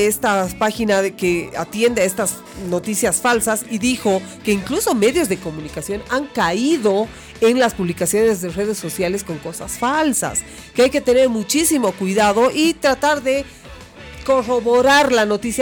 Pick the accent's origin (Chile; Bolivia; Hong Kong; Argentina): Bolivia; todos somos bolivianos.